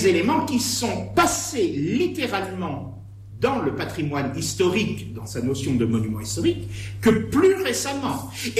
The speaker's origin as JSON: {"language": "French", "town": "Digoin", "region": "Bourgogne-Franche-Comté", "country": "France", "tie": "born or raised there", "said": "Et je ne dis pas ça parce que je suis originaire de Digoin, quoique."}